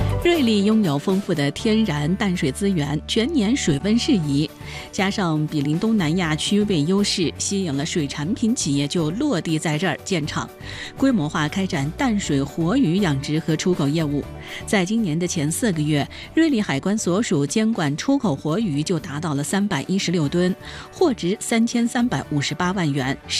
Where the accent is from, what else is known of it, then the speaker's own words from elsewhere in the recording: Yunnan, China; 咱们云南人